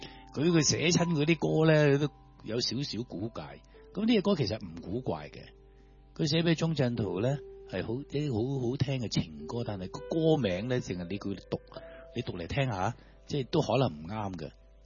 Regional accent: Guangdong, China; 我哋广东人

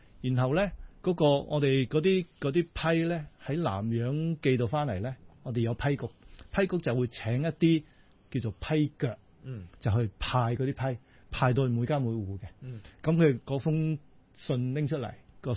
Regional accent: Chaoshan, Guangdong, China; 我哋以潮汕地區為例啦

